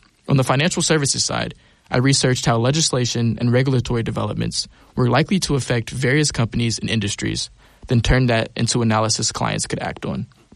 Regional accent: Galesburg, Illinois, United States; moved away as an adult; I learned it growing up in Galesburg, too

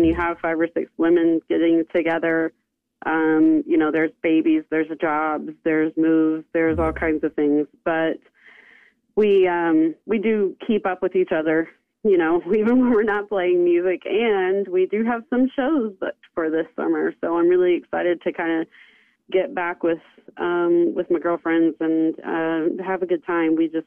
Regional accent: Chandler, Oklahoma, United States; I went down to my friend's studio down in Oklahoma near my hometown of Chandler

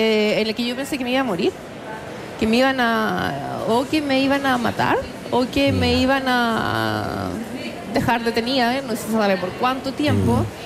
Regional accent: Chile; moved away; yo les explico que soy chilena.

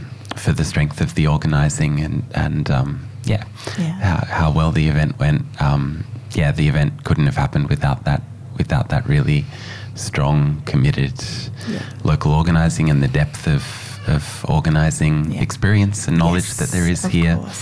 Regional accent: Australia; all of us as Australian citizens

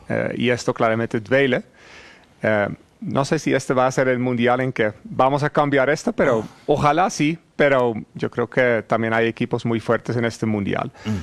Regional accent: Netherlands; Nosotros somos neerlandeses, pero claramente y principalmente por el fútbol nos convertimos en Holanda, en holandeses.

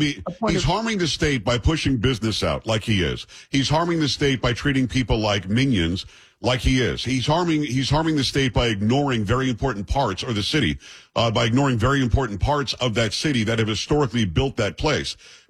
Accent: Florida, United States; also born or lived in New York; That's where I grew up, to be honest. I'm from New York, from Metro New York originally, but at 7 we moved to Florida.

